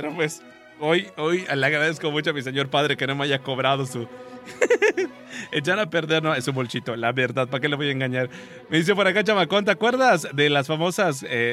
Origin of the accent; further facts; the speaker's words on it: Mexico; moved away; allá en el pueblo de donde soy, en Temash